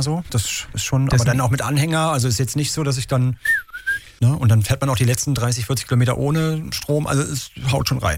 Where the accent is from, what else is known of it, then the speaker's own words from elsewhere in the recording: Ueckermünde, Mecklenburg-Vorpommern, Germany; born there; Ist meine Geburtsstadt.